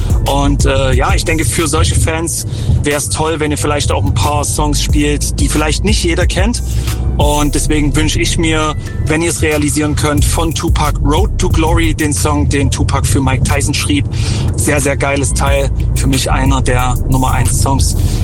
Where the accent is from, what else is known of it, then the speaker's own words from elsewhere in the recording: Dresden, Saxony, Germany; Jahrgang 87. Ich komme aus Dresden